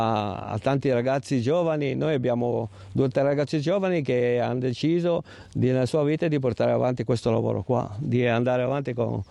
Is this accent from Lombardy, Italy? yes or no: no; Aquila d'Arroscia, Liguria, Italy; Poi il mio paese, io sono di Aquile da Roscia e questo mi fa un grande piacere.